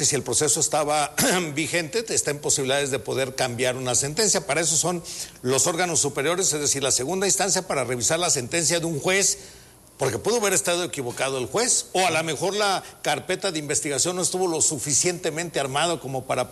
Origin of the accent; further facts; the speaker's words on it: Uruapan, Michoacán, Mexico; Sí, ahí crecí en Uruapan, también luego no me vayan a reclamar.